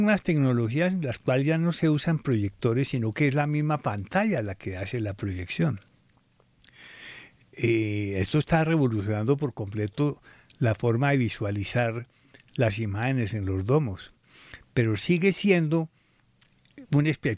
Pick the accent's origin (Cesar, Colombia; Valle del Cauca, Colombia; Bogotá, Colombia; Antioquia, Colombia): Bogotá, Colombia; Yo nací en Bogotá, soy bogotano. Mi familia es del Valle de Tuluá y del Líbano, Tolima.